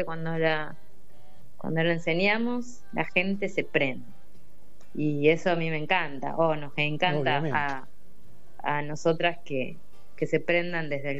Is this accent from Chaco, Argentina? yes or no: no; Saladillo, Buenos Aires Province, Argentina; yo soy de Saladillo